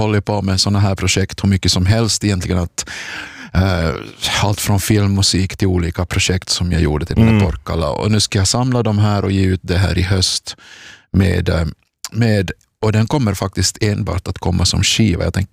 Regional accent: Kronoby, Ostrobothnia, Finland; min hemby i Kronoby

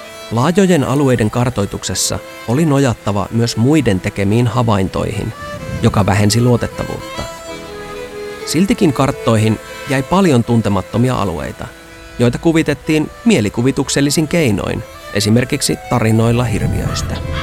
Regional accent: Kemi, Lapland, Finland; Kotikaupunkini Kemi näkyy myös kartta Marinassa.

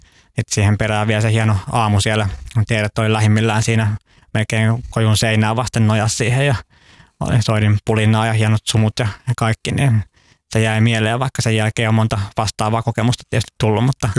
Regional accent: Helsinki, Uusimaa, Finland; Länsi-Helsingistä.

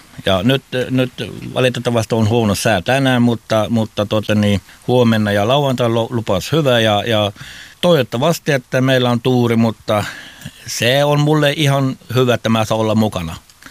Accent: Pedersöre, Ostrobothnia, Finland; ja mä tuun Pedersöörestä.

